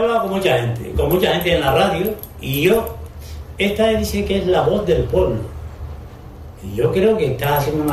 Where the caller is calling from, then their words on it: Canary Islands, Spain; nosotros somos Gran Canaria.